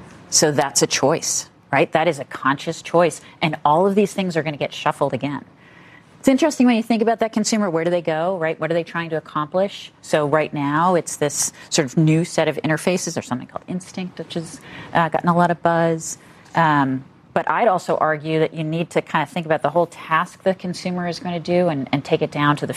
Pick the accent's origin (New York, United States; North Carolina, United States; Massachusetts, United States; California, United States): Massachusetts, United States; Boston; Remember, I'm coming from Boston, so, you know, I don't care about